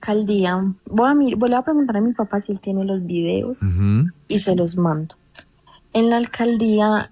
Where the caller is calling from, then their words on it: Sevilla, Valle del Cauca, Colombia; yo soy de Sevilla Valle